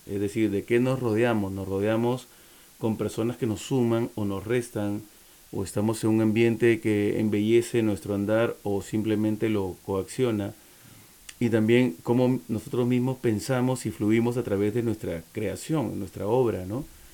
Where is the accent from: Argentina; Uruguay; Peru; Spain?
Peru; pasa eso en mi país con los defensores, digo entre comillas, de lo autóctono, ¿no? Porque todo se nutre de todo. O sea, si hablamos, por ejemplo, de música criolla peruana o vals peruano